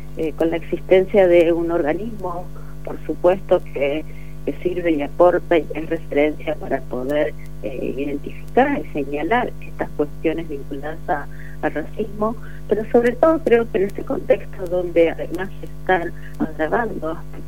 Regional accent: Argentina

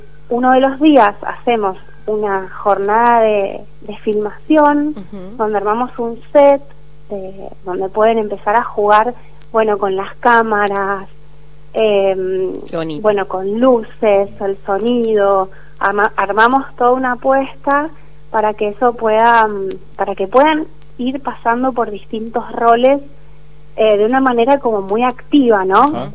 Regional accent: Mendoza, Argentina; moved away as an adult; now in Buenos Aires, Argentina; en principio soy mendocina.

